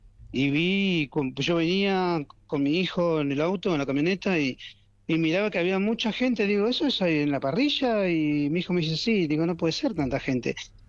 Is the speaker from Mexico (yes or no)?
no; Argentina; Porque creo en mi Argentina, Marcelo, porque soy argentino, porque me emociona ver a mi bandera